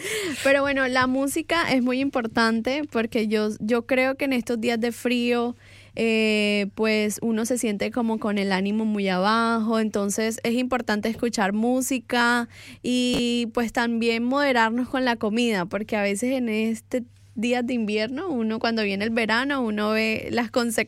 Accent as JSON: {"language": "Spanish", "country": "Colombia", "moved": "yes", "lives_now": "Australia", "said": "Yo vengo de Colombia"}